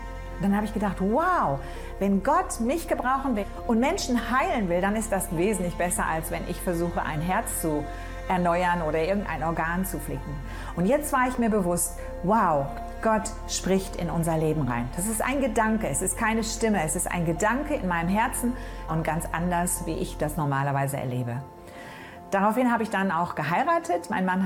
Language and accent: German; Hamburg, Germany; born there; Ich bin in Hamburg geboren, in eine große Familie und meine Eltern sind beide gläubig